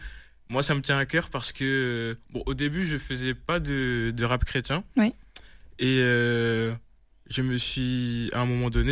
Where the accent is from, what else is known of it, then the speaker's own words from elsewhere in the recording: Marseille, Provence-Alpes-Côte d'Azur, France; now in Salon-de-Provence, France; à Marseille. Moi je suis originaire de Marseille à la base.